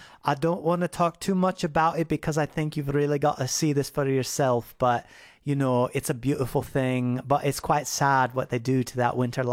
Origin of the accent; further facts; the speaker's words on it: Scotland, United Kingdom; now in Austin, United States; I've relocated to Austin, Texas. I am Scottish, of course, as you can probably tell by the way I look.